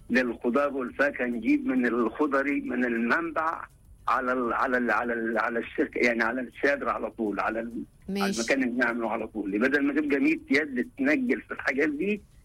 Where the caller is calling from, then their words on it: Aswan, Aswan Governorate, Egypt; انا من أسوان.